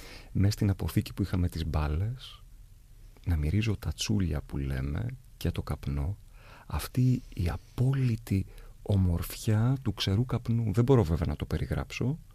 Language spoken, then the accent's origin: Greek; Elassona, Thessaly, Greece; Οι δύο τόποι μας, ο δικός σου στην Πιερία και ο δικός μου στη Βόρεια Θεσσαλία, στην Ελασσόνα, τους ενώνει ο καπνός.